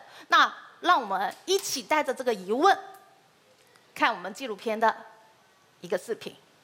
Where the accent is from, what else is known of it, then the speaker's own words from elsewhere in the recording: Pucheng, Fujian, China; 我是来自蒲城县的一位历史老师，